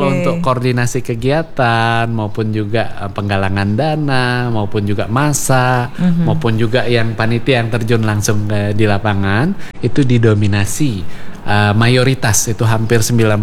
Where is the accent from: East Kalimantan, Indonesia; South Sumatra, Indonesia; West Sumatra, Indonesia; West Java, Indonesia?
South Sumatra, Indonesia; Palembang; now in Manokwari, Indonesia; Saya kan asal dari Palembang.